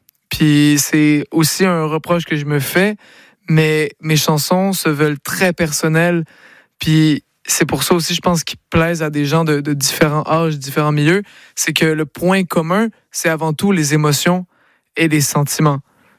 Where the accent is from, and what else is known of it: Quebec, Canada